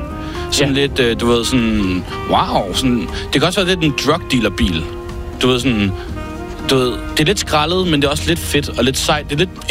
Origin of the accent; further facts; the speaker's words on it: Jutland, Denmark; fordi jeg er fra Jylland